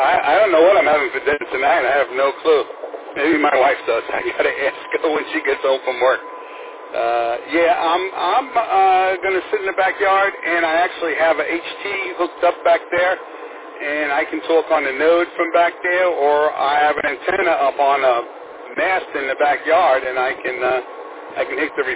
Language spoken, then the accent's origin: English; New York City, New York, United States; moved away; I'm originally from Staten Island, so I guess I'm familiar with all seasons, and I've been down this way quite some time now, but I've acclimated to the heat.